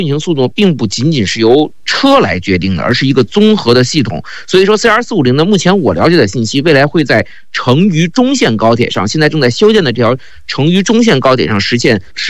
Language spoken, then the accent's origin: Chinese; China; 我们作为中国人